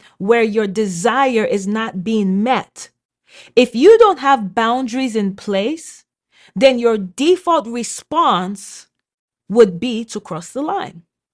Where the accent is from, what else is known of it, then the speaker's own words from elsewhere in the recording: Nigeria; like I'm Nigerian, you know, having a maid and a nanny in Nigeria is, you know, very, very affordable.